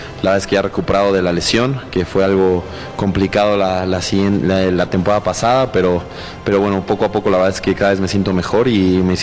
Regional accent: Mexico; yo siempre voy a estar como mexicano asumiendo el rol que me, que me corresponde en mi papel

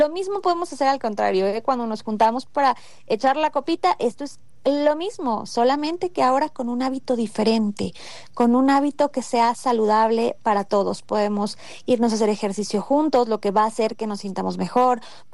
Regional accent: Mexico; Nosotros como mexicanos tenemos también esta cultura muy del alimento.

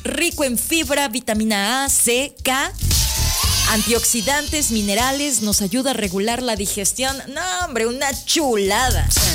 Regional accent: Mexico; nos representa como mexicanos, que nos da una identidad nacional

